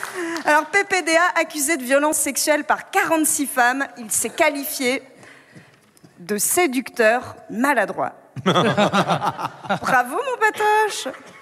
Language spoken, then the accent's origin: French; Hauts-de-France, France; Moi, je dis ça, mais je bois très peu. Hein. Pourtant, je suis ch'ti.